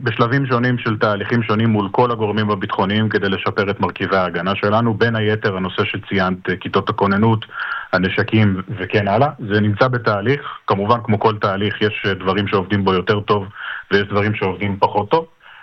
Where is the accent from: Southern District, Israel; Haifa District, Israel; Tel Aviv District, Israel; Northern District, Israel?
Southern District, Israel; Netivot; now in Nahal Oz, Israel; מהעיר נתיבות.